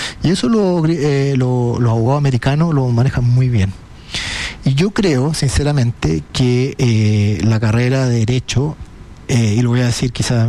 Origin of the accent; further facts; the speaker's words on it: Viña del Mar, Valparaíso, Chile; trato de contratar, sí, siempre gente de Viña del Mar, porque tengo un cariño con mi ciudad natal